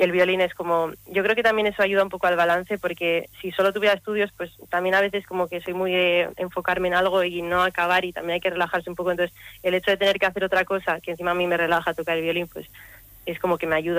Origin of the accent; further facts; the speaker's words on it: Bilbao, Basque Country, Spain; soy de Boticasar, de Bilbao